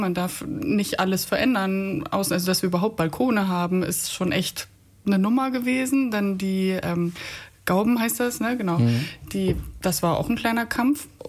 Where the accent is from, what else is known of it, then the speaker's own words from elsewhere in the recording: Hamburg, Germany; Also wir kommen eigentlich aus Hamburg